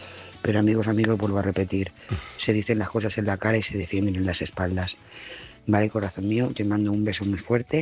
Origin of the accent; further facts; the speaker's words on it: Lloret de Mar, Catalonia, Spain; de Lloret de Mar, corresponsal de esa audiencia